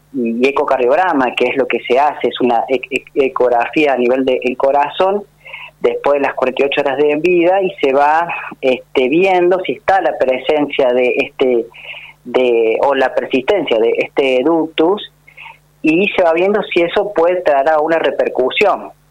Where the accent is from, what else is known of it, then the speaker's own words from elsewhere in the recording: Córdoba, Argentina; accent: Cordoban; Yo primero hice pediatría en el hospital de niños en Córdoba. Soy cordobés por mi acento.